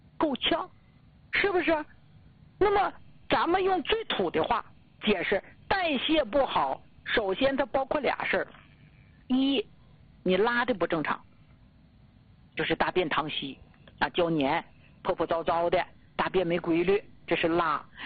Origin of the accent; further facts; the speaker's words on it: Jilin, China; accent: Northeastern; 咱们吉林这块吧，我是老家乡了，土生土长的，跟咱们家乡人唠嗑吧，就特意用这个口音，一听东北口音非常浓